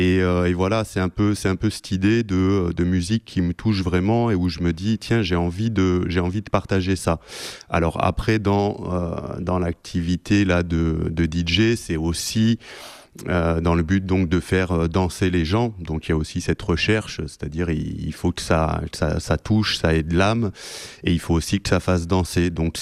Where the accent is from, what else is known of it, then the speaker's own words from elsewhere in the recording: Occitanie, France; mon pays natal, on va dire. J'ai grandi dans le Lot